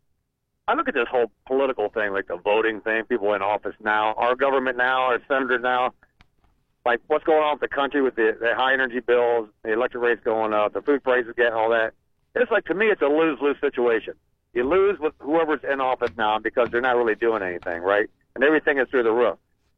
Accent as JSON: {"language": "English", "town": "Akron", "region": "Ohio", "country": "United States", "moved": "as an adult", "lives_now": "Mahoning County, United States", "said": "I'm originally from Akron, Cuyahoga Falls area."}